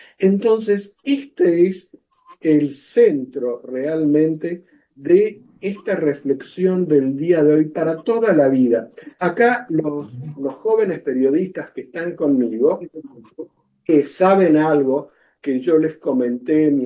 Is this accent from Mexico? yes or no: no; Argentina; Y yo soy originario de Argentina.